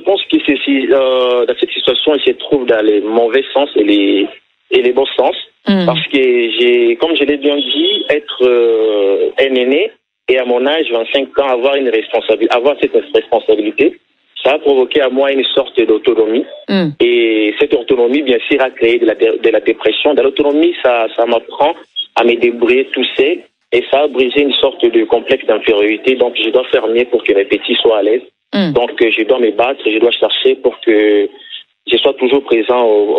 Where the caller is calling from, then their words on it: Kisangani, Tshopo, DR Congo; je suis de Kisangani.